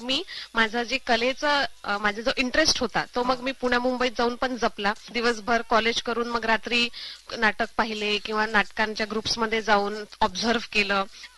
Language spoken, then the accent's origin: Marathi; Pulgaon, Maharashtra, India; तर जसं मी सांगितलं की मी पुलगाव, वर्धेनंतर जे पुलगाव आहे तिथे विटाळा म्हणून ते आमचं गाव आहे. सो माझं बालपण तिथे गेलं आणि 12वी पर्यंत तिथेच शिक्षण झालं.